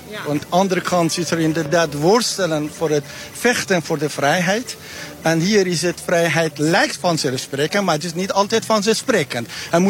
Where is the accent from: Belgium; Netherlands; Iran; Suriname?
Iran; Dutch is a second language; moved away; Jullie kunnen van mijn accent horen. Ik kom uit Iran.